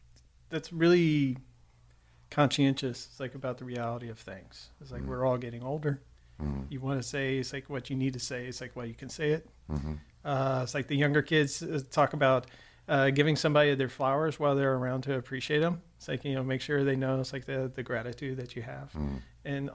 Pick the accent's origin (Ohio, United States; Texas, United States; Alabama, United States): Texas, United States; San Antonio; born there; I grew up in the Broncos, went to school in San Antonio